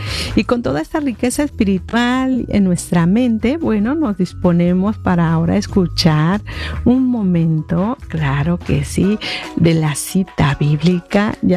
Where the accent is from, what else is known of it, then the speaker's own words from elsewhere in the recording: Mexico; now in United States; yo soy mexicana y a mucha honra